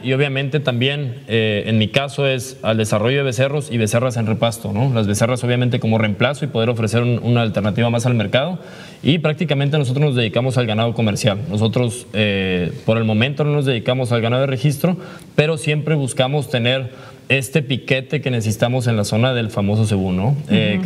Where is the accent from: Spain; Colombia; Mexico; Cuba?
Mexico; Veracruz; gracias a Dios soy veracruzano.